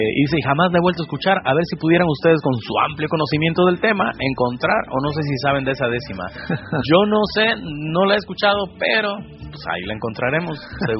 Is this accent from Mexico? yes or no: yes; Veracruz, Mexico; now in United States; yo soy un jarocho migrante acá en Estados Unidos.